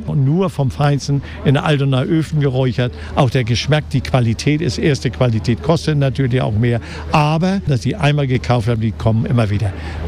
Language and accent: German; Hamburg, Germany; Mein Urgroßvater, Großvater und Vater, alle in Hamburg geboren. Also ich bin waschechter Hamburger.